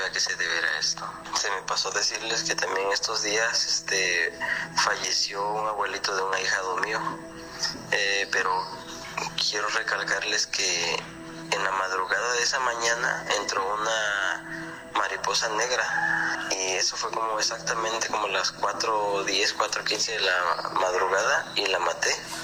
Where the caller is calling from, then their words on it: Tecuanapa, Guerrero, Mexico; de Tecuanapa, Guerrero.